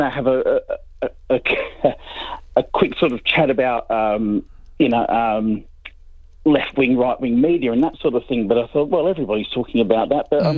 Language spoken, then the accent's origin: English; Zillmere, Queensland, Australia; I'm from Zilmere in Brisbane.